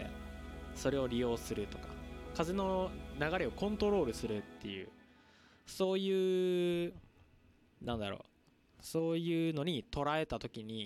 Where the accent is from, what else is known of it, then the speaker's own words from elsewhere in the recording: Shizuoka, Japan; 静岡出身なんですよ。で、沖縄から静岡にかけて飛行機で飛んで帰るんですけれども、